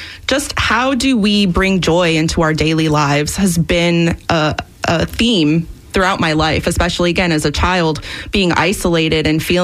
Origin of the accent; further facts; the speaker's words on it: St. Petersburg, Florida, United States; also born or lived in Portland, Oregon; I'm from St. Pete, actually, on the other side of the bridge. I was born and raised in a very suburban environment.